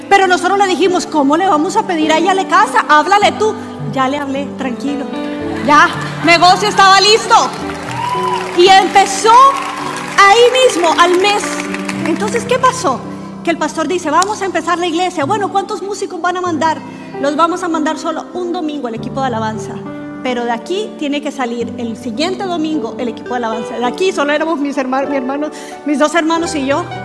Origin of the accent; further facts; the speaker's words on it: Barranquilla, Atlántico, Colombia; porque somos barranquilleros